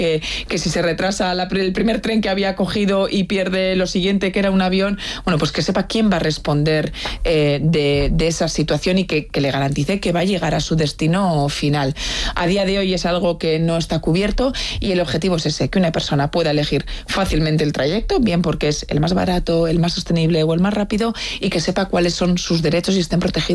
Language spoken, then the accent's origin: Spanish; Bilbao, Basque Country, Spain; now in Brussels, Belgium; yo que soy de Bilbao